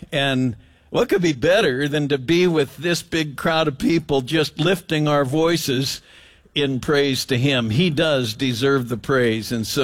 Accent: Willamette Valley, Oregon, United States; I was born in Emmanuel Hospital, and I'm an Oregonian, and I love the beauty that we get to live in. I grew up in the Willamette Valley

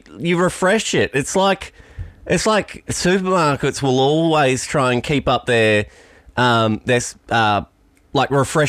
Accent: Queensland, Australia; I was 6 years old. Because we grew up in Queensland

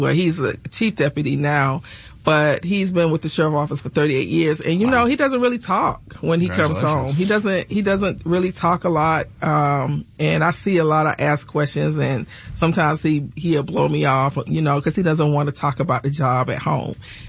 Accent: Savannah, Georgia, United States; I'm from Savannah, Georgia.

